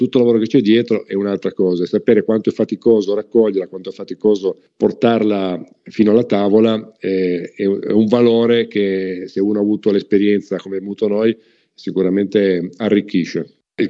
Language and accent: Italian; Turin, Piedmont, Italy; born there; mentre io sono nato a Torino, dove mio padre si era trasferito per svolgere l'attività appunto di commercio d'ingrosso.